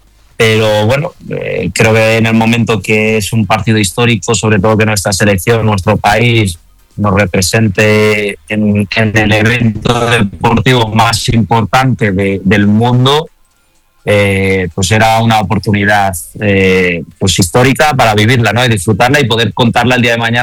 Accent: Spain; españoles éramos muy poco

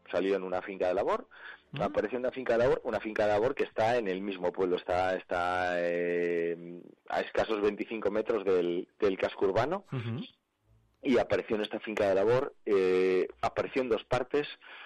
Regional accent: Soria, Castile and León, Spain; Y que aparezca en mi pueblo

